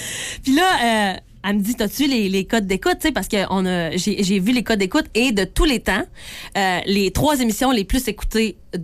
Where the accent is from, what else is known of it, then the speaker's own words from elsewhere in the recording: Quebec, Canada; il est venu me voir à quelques reprises. reprises chez nous au Lac-Saint-Jean.